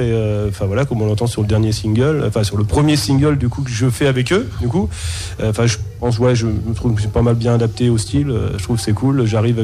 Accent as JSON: {"language": "French", "town": "Toul", "region": "Grand Est", "country": "France", "also_born_or_lived": "Antilles", "moved": "yes", "lives_now": "Chantraine, France", "said": "je suis chantrainois, du coup j'habite à Chantraine. Mm-hmm. Mais en fait je suis pas du coin, mais en fait je suis du coin d'ici, parce que je suis toulois, je suis né à Toul, du coup."}